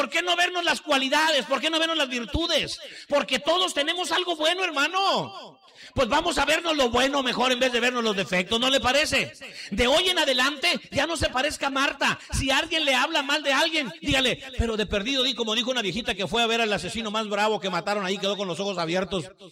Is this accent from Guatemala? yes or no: no; Mexico; Somos ministros evangélicos mexicanos